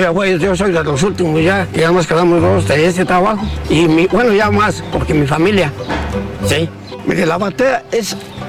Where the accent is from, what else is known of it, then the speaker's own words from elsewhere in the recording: Quiroga, Michoacán, Mexico; De aquí, de Quiroga, de aquí del barco y del Calvario.